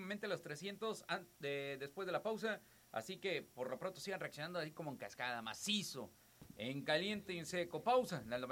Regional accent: Mexico

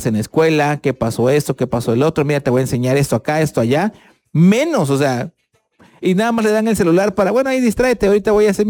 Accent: Chiapas, Mexico; Somos doblemente mexicanos, la anexión de Chiapas a México y el grito de independencia.

